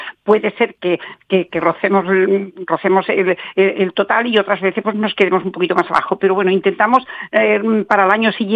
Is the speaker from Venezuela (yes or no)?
no; Andalusia, Spain; now in Catalonia, Spain; yo me siento tan catalana como andaluza, pero evidentemente yo soy de Andalucía, no lo voy a renegar nunca